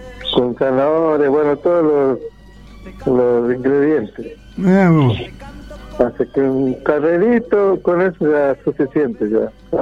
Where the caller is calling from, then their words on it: Villa Albertina, Buenos Aires, Argentina; De Villa Albertina.